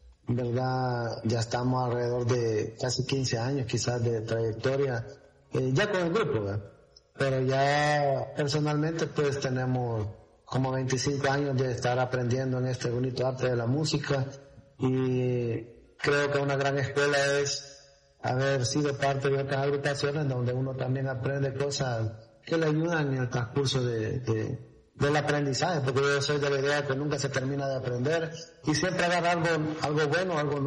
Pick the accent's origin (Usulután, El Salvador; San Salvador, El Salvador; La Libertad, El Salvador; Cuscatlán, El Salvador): Cuscatlán, El Salvador; Cojutepeque; De Cojutepeque, porque yo soy originario de Cojutepeque.